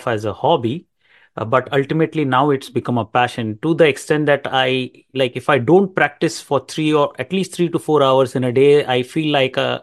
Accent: India; now in Canada; I'm originally from India. I migrated here to Canada in 2014

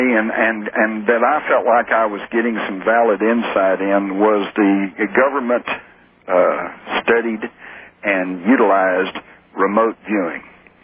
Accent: Fort Worth, Texas, United States; accent: Texas; I'm born and raised in Fort Worth.

